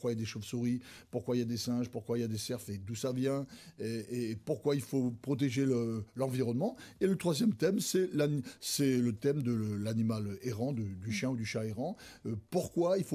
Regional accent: Mauritius; born there; Moi, je suis à Maurice depuis mon enfance. Hein. C'est pas comme si je suis arrivé il y a peu de temps. Je suis arrivé il y a malheureusement longtemps et heureusement longtemps.

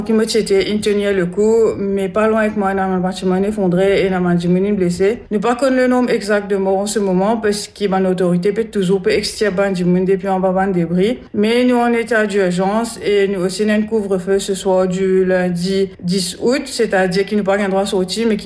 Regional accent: Mauritius; now in Colombia; Mais moi, en tant que Mauricien, je suis bien touché par la solidarité de Banque Colombien ici

